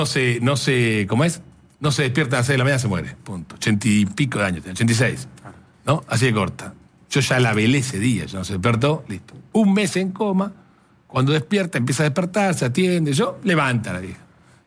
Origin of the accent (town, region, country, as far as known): Buenos Aires, Argentina; now in La Plata, Argentina